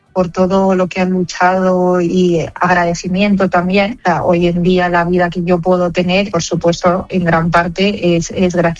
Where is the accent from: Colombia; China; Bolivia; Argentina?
China; now in Spain; como buena china, un gran sentimiento de responsabilidad, ¿no?